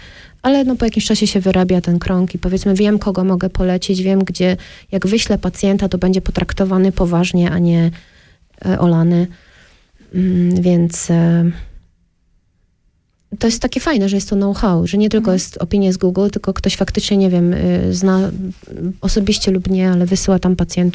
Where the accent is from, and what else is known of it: Częstochowa, Silesian Voivodeship, Poland; born or raised there